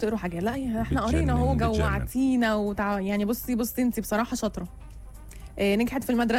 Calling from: Netherlands; من هولندا وعلى فكره انا هنا ما عنديش حواوشي

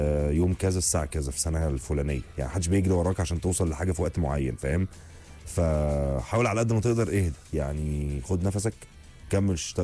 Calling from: Alexandria, Alexandria Governorate, Egypt; عامل يا جو، … من الإسكندرية.

